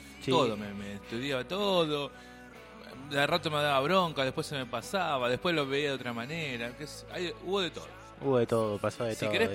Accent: Argentina; somos argentinos

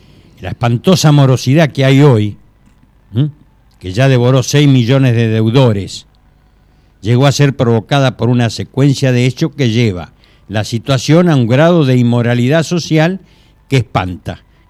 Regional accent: Argentina; que somos los argentino en este caso.

